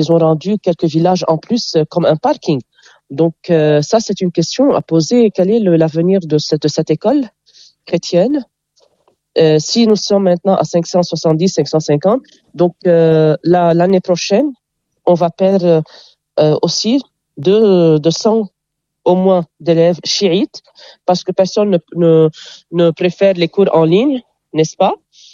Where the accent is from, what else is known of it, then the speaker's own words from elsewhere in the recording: Jounieh, Keserwan-Jbeil, Lebanon; Et puisque je suis de Jounieh, vous voyez, l'élève ou bien l'enfant dépend de son environnement. À Joigny, il y a la plage, il y a la mer. Donc, je pense que les vagues, quand je méditais, les vagues dès mon enfance